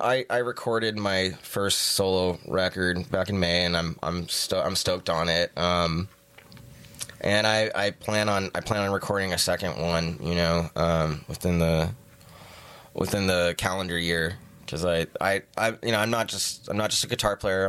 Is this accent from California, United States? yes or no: yes; Santa Rosa, California, United States; also born or lived in San Francisco; I was born in San Francisco originally, but wow. I grew up most of my life. I lived in Santa Rosa.